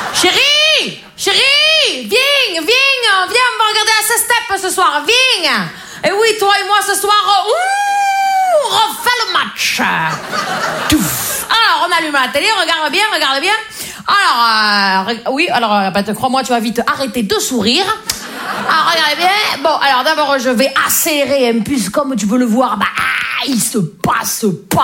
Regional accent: Liffol-le-Grand, Grand Est, France; Je viens des Vosges. Les Vosges, vous voyez? Les Vosges, vous voyez? C'est en France, hein, vous voyez? C'est juste avant l'Ukraine, vous voyez? C'est dans l'Est, en Lorraine. Et moi, je viens de Liffol-le-Grand, vous voyez?

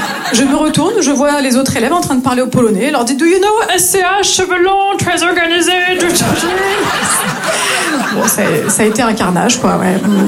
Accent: Grand Est, France; now in Marseille, France; je viens du nord-est de la France, et je me suis installée ici à Marseille il y a tout juste 3 ans et demi.

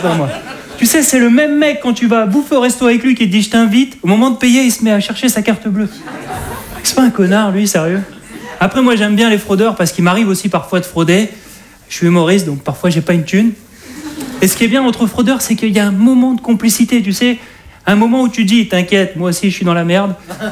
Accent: Hauts-de-France, France; je suis un ch'ti.

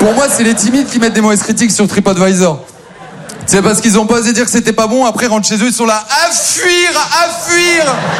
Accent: Maubeuge, Hauts-de-France, France; now in Paris, France; Moi, je viens de Maubeuge.

